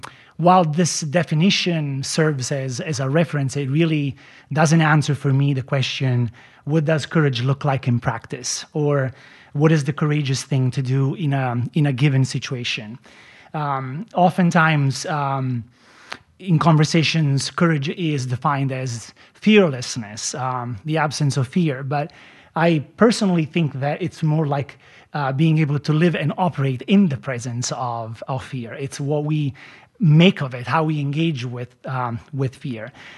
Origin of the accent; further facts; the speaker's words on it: Campania, Italy; now in Portland, United States; So I grew up in the Naples region